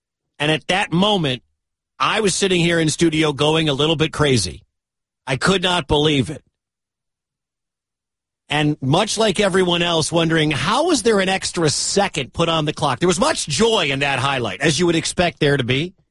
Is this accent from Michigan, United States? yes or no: yes; Detroit, Michigan, United States; I am a huge Michigan fan. I am from Detroit.